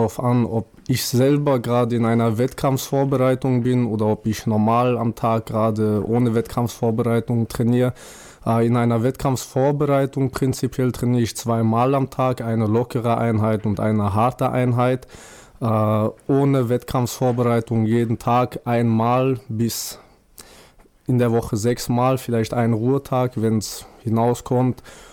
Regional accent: Dagestan, Russia; moved away; Ursprünglich bin ich aus Dagestan

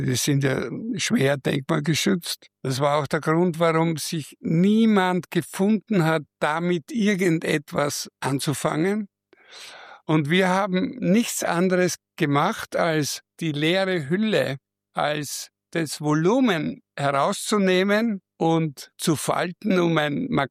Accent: Vienna, Austria; Ich bin auf der Simmeringer Hart mit aufgewachsen. Soweit ich mich erinnern kann, habe ich sogar in irgendeiner Jugendmannschaft von Simmering Fußball gespielt als Tormann.

